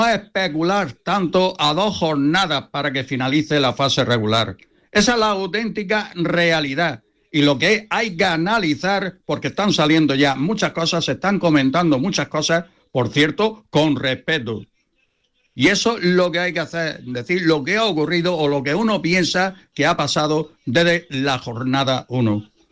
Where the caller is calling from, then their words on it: Almería, Andalusia, Spain; me voy a referir al equipo de mi tierra, que no es otro que la Unión Deportiva Almería.